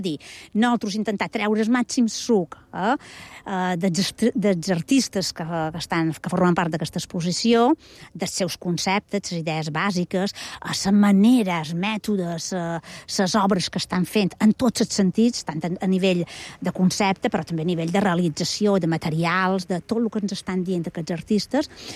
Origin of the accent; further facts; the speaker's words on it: Balearic Islands, Spain; som menorquina i som professora a la Universitat de Barcelona, a la Facultat de Belles Arts